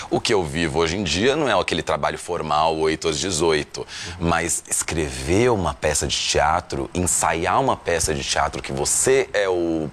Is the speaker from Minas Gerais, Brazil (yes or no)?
no; São Paulo, Brazil; então eu sou piauilistano, entendeu? Assim que eu brinco na peça. Então eu não tive uma infância lá, minha infância já é aqui em São Paulo, mas meu pai, ele tinha uma presença muito piauiense